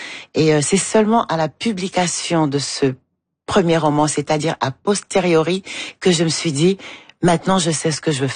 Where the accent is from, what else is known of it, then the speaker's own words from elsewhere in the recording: Cameroon; also born or lived in France; souvent que je suis franco-camerounaise. En France, j'ai besoin de montrer mes papiers pour prouver que je suis française. Et au Cameroun, j'ai besoin de rien.